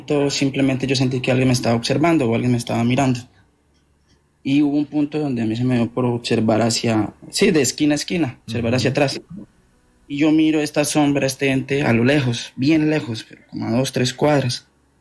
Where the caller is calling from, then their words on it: Villavicencio, Meta, Colombia; Yo me comunico en la ciudad de Villavicencio.